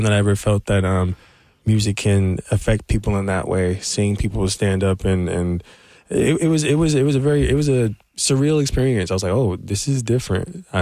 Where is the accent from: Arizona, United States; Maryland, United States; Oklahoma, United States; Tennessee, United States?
Tennessee, United States; Nashville; I'm from Nashville, Tennessee.